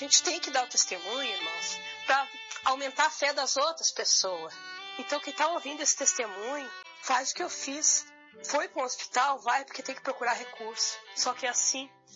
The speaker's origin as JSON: {"language": "Portuguese", "town": "Alvorada", "region": "Rio Grande do Sul", "country": "Brazil", "said": "sou de Alvorada, Rio Grande do Sul."}